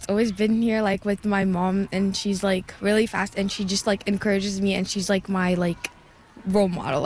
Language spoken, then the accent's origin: English; Yellowknife, Northwest Territories, Canada; I'm from Yellowknife.